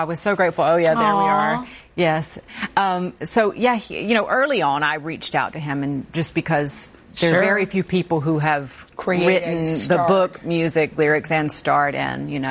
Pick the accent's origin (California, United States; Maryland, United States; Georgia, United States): Georgia, United States; I'm from Georgia originally. So we grew up around country, even though we love all sorts of music